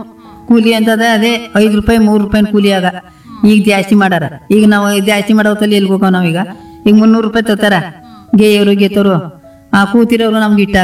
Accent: Heggadalu, Karnataka, India; ನಮ್ದು ಸ್ವಂತ ಹೆಗ್ಗುಳಿಯೇ.

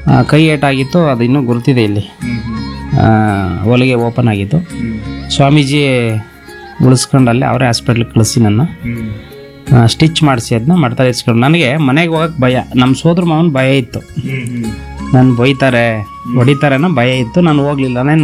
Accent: Navilur, Karnataka, India; ನಾವು ನಂಜನಗೂರು ತಾಲೂಕು ನವಿಲೂರು ಗ್ರಾಮದಲ್ಲಿ ಜನಿಸಿದ್ದು. ಪೂರ್ವಾಶ್ರಮ ನವಿಲೂರಲ್ಲಿದೆ.

